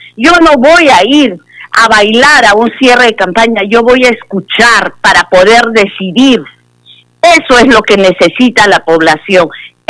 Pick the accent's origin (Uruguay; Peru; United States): Peru; Mollendo, Arequipa; Buenos días, mi tierra querida, mi Puerto Bravo de Mollendo. Buenos días, paisanos de la provincia de Islay.